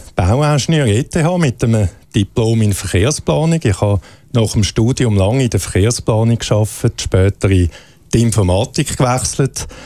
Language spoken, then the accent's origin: German; Aargau, Switzerland; now in Zurich, Switzerland; Nein, ich bin im Frichtal aufgewachsen, aber mein Bürgerort ist Zürich.